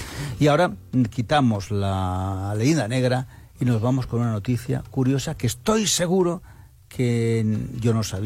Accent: Spain; somos así los españoles.

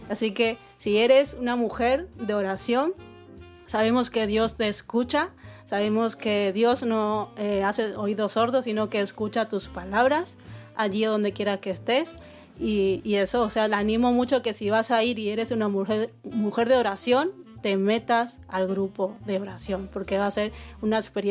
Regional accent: Argentina; now in Spain; ¿tú de dónde eres? Yo de Argentina.

